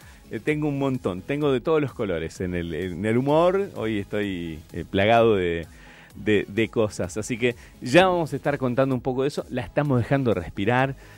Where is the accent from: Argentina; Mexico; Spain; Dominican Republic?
Argentina; somos así, somos argentinos.